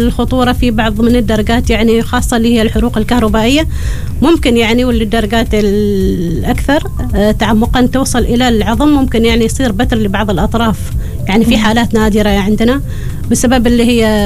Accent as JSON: {"language": "Arabic", "country": "Oman", "said": "نحن كعمانيين"}